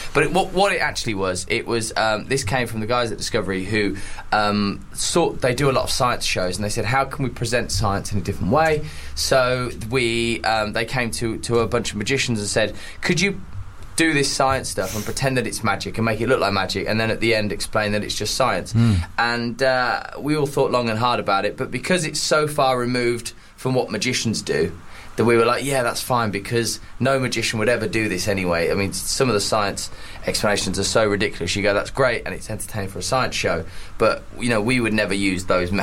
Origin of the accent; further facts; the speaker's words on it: Birmingham, West Midlands, United Kingdom; I'm from Birmingham and we're British.